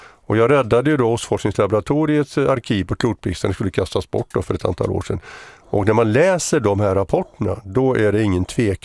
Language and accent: Swedish; Mariestad, Västra Götaland County, Sweden; born there; Lyrestad, eller Lyrsta som vi säger hemma, jag är född i Mariestad.